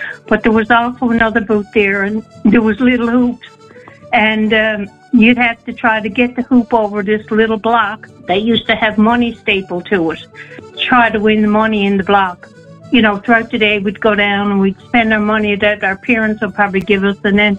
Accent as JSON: {"language": "English", "town": "St. John's", "region": "Newfoundland and Labrador", "country": "Canada", "tie": "born or raised there", "said": "I'm just calling now to give you a little story about me growing up on Force Road, not too far actually from the Regatta, not too far from Lakeview Avenue actually."}